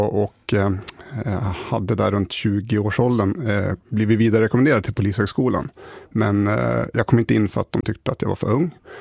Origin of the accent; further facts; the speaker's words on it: Sundsvall, Västernorrland County, Sweden; jag är ju uppväxt här i Sundsvall.